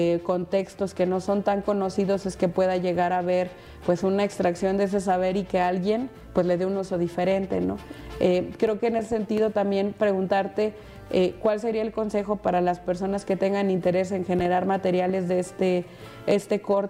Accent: Oaxaca, Mexico; al menos en la gente de mi comunidad, que te digo, somos originarios de Oaxaca

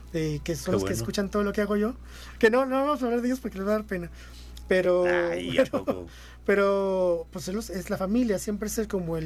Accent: Culiacán, Sinaloa, Mexico; born there; moved away as an adult; also born or lived in Washington / Houston; Yo nací en Culiacán.

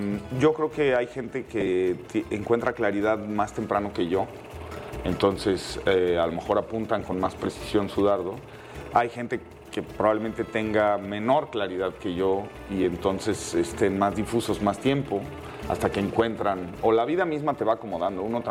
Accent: Mexico City, Mexico; yo nací en la Ciudad de México, soy chilango de cepa. Mi padre es del Estado de México, de un pueblito al pie del volcán que se llama Ozumba, muy cerca de Amecameca. Y mi madre era de Guadalajara.

